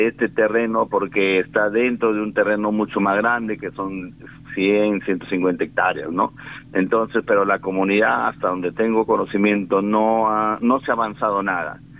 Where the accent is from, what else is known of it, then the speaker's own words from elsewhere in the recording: Olmos, Lambayeque, Peru; mi pueblo de Olmos